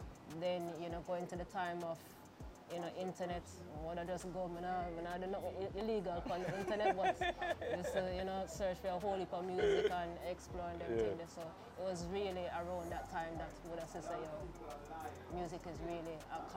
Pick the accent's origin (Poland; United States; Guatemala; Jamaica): Jamaica; Brownstone; also born or lived in Kingston; So I grew up in Brownstone.